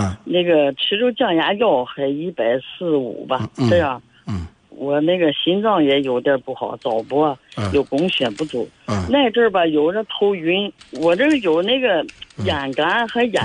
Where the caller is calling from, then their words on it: Baoding, Hebei, China; 我是保定的。